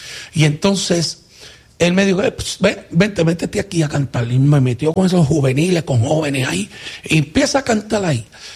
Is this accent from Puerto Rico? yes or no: yes; Bayamón, Puerto Rico; Yo soy de Bayamón, vaquero de Bayamón.